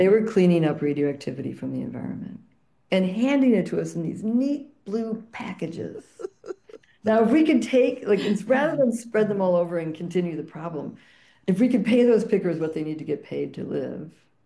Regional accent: Chicago, Illinois, United States; I grew up in Chicagoland

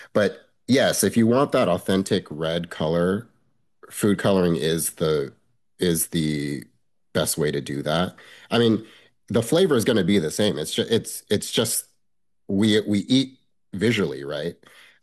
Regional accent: Monterey Park, California, United States; where I grew up in Monterey Park

